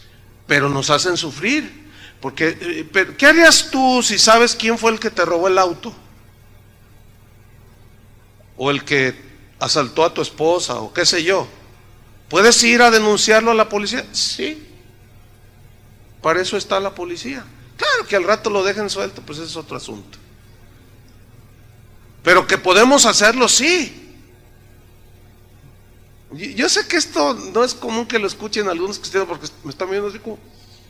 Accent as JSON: {"language": "Spanish", "region": "San Luis Potosí", "country": "Mexico", "moved": "yes", "said": "yo me enteré de unos primos míos allá de donde yo soy de San Luis Potosí."}